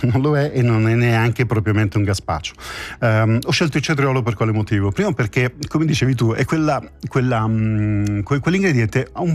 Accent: Apulia, Italy; born there; Io però sono nato in Puglia e in Puglia si usavano tantissimo, si usano tuttora tantissimo

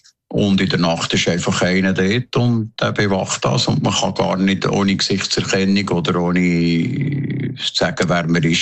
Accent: Zurich, Switzerland

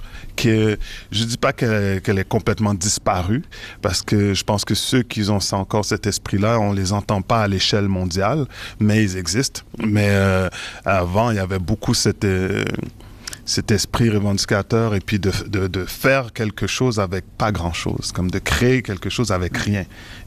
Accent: Quebec, Canada; born there; first language Haitian Creole; French is a second language

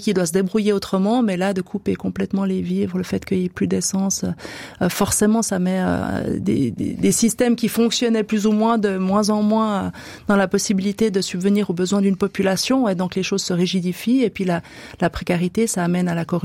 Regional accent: Switzerland; c'est facile de parler de Cuba quand on est Suisse, quand on y va pour les vacances

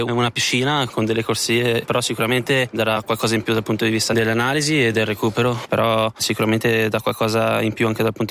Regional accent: Tenero, Ticino, Switzerland; io sono cresciuto qua a Tenero, è casa mia

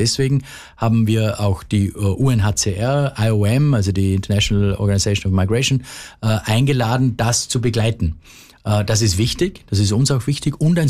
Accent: Vorarlberg, Austria; ich bin an der Schengen-Außengrenze eigentlich aufgewachsen, an der Grenze zur Schweiz

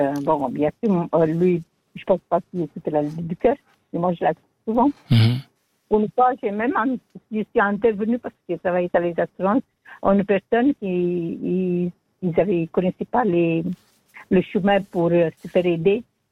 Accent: Italy; French is a second language; now in Switzerland; après qu'on a passé toute une vie en Suisse, mes étrangers, moi je suis italienne

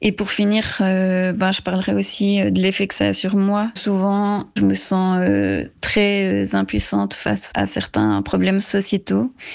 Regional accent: Fribourg, Switzerland; j'ai 36 ans, je viens de Fribourg.

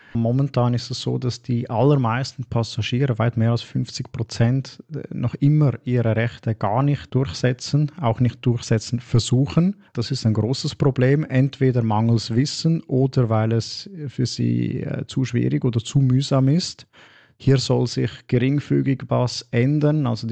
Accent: Switzerland; Und solche Urteile sind bei uns in der Schweiz nicht direkt anwendbar.

